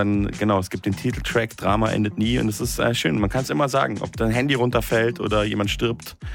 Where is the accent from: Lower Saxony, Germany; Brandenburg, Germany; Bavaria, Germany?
Bavaria, Germany; Munich; Ich bin ja in München aufgewachsen und ich habe schon viel Morningshow FM4 gehört.